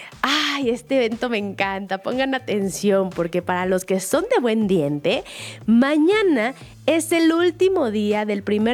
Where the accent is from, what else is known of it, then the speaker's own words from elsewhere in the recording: Mexico; Voy a ir a surtirme de pan como buena mexicana.